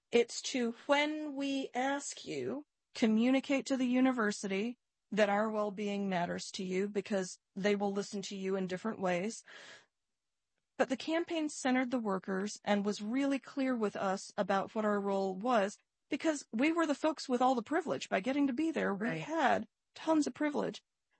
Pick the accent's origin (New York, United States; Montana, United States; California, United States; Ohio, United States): Ohio, United States; Akron; I grew up in Akron, Ohio. So we immigrated to this country when I was a toddler in the late 1970s